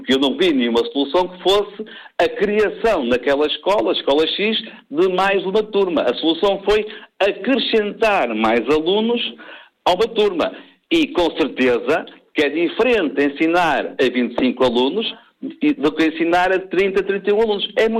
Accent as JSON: {"language": "Portuguese", "region": "North", "country": "Portugal", "said": "no meu caso, sou do Norte"}